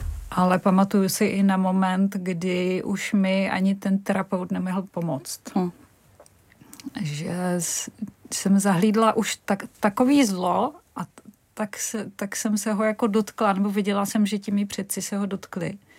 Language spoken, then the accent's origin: Czech; Brno, South Moravian Region, Czechia; Prostě my jsme byli vždycky Brňáci a nějaká národnost, ať už česká nebo německá, v tom nehrála žádnou roli.